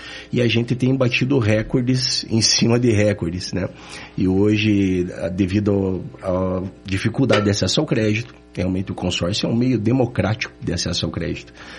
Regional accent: Ponta Grossa, Paraná, Brazil; moved away as an adult; now in Curitiba, Brazil; Eu sou natural de Ponta Grossa. Eu estou em Curitiba desde 1998. Então eu sou natural do interior do Paraná, mas me considero mais daqui do que de lá. Tenho muito orgulho, né, da minha cidade natal.

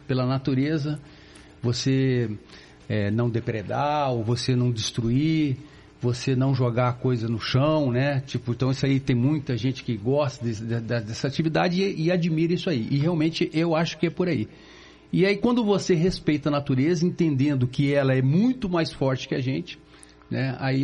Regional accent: Apucarana, Paraná, Brazil; moved away as an adult; also born or lived in Pato Branco, Brazil / Amazon, Brazil; Eu nasci em Pato Branco, mas fui criado em Apucarana. Então eu me considero pé vermelho, né?

